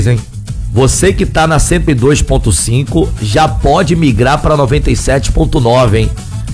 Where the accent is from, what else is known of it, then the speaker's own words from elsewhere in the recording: Brazil; que bom que eu sou brasileiro.